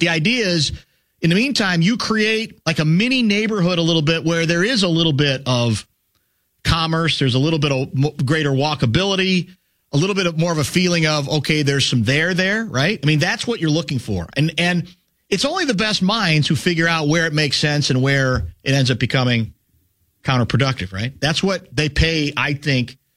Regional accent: Shakopee, Minnesota, United States; When I was growing up in Shakopee, there was a residential grocery store, Christensen's Grocery, and it ran across the street from the school.

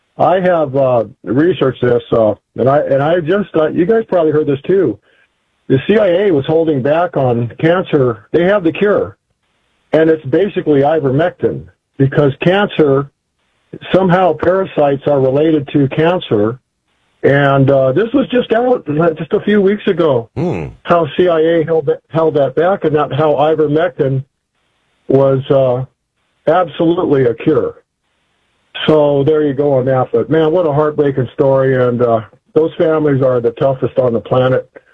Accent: Lawndale, California, United States; I was raised in California, old Lawndale there, down by Manhattan Beach, just south of Los Angeles International Airport, South Bay. It was so beautiful back then.

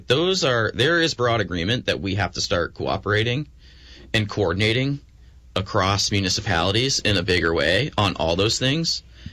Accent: Essex Junction, Vermont, United States; born or raised there

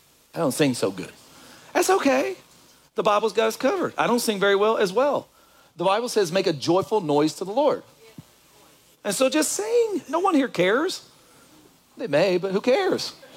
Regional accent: Kentucky, United States; Hey, I'm from Kentucky.

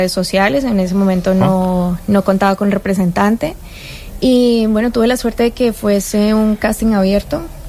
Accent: Colombia; Sí, soy colombiana, pero no tengo historias cer

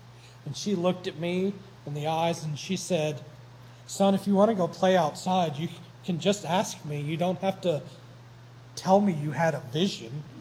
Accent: Frankfort, Kentucky, United States; I grew up in Frankfort, Kentucky. That would be the capital. I grew up there

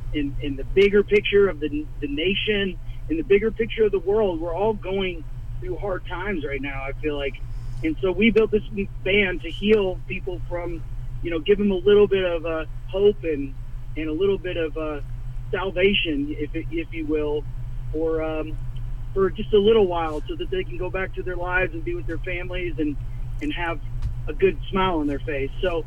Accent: Georgia, United States; also born or lived in Tennessee; No, I was born in Tennessee and raised up in Georgia. And so we have a definite Southern, psychedelic Southern

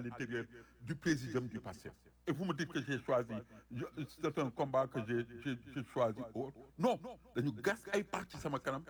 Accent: Senegal; Je suis Sénégalais.

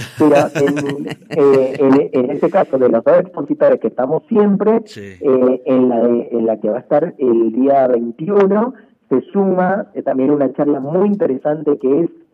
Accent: Mendoza, Argentina; Y bueno, y para nosotros como mendocinos, San Martín creo que es el personaje, ¿no?

